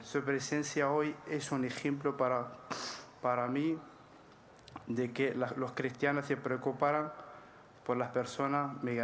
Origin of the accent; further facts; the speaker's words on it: Morocco; moved away as an adult; now in Spain; Santo Padre … soy de Marruecos y tengo 24 años. Llegué a las costas de Canarias en el año 2020. Como tantos otros jóvenes, dejé de mi hogar buscando una oportunidad